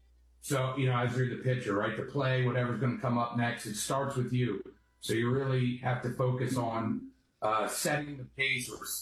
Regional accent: Upper Darby, Pennsylvania, United States; My family's from outside of West Philadelphia in Upper Darby.

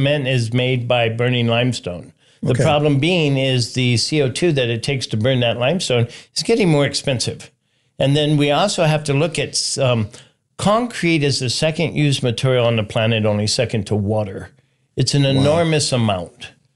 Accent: Puerto Rico; moved away; I grew up in Puerto Rico.

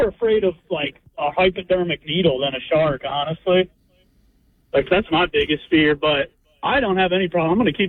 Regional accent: New Jersey, United States; I've been pretty much lived in Jersey all my 30 years of life.

